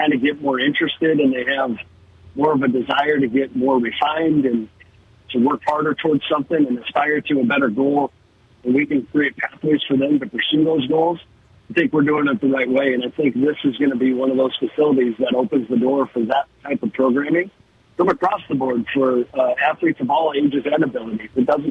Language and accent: English; Custer, South Dakota, United States; as a West River guy growing up in Custer